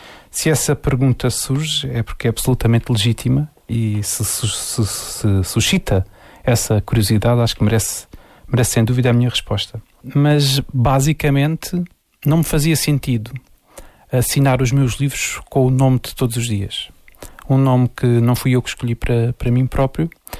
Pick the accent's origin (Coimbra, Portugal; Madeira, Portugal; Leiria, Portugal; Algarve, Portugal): Algarve, Portugal; Silves; Eu cresci no Conselho de Silves, estudei em Silves